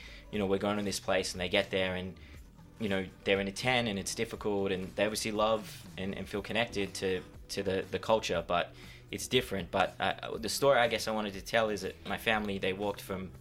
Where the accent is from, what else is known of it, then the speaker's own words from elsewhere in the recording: Australia; I say, I'm Australian. He goes, I seen your face, you're Yemeni, you're Temeni. I say, yeah, my father's family from Yemen.